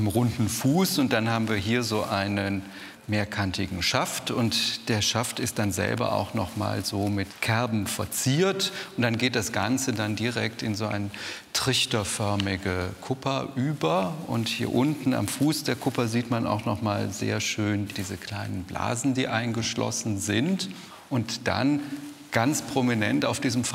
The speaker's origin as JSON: {"language": "German", "region": "Rhineland", "country": "Germany", "said": "wir als Rheinländer"}